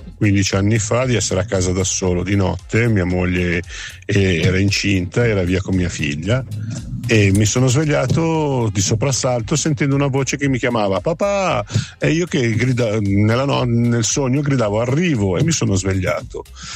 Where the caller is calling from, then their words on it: Corsico, Lombardy, Italy